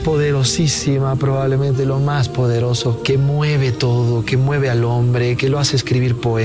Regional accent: Mexico; Vengo de México, de la tierra donde el águila devora a la serpiente

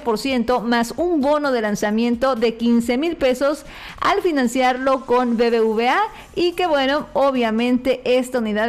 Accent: Mexico; Al menos así somos los mexicanos

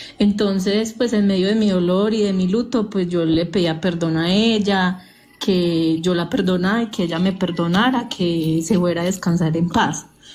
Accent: Medellín, Antioquia, Colombia; Yo soy de Medellín y mi mamá iba pues de viaje en moto con mi padrastro para un pueblo que se llama San Roque, Antioquia.

